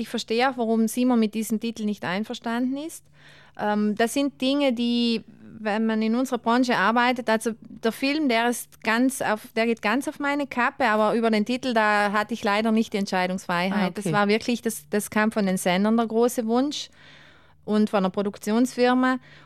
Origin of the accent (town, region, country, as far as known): Ritten, Trentino-Alto Adige, Italy; born or raised there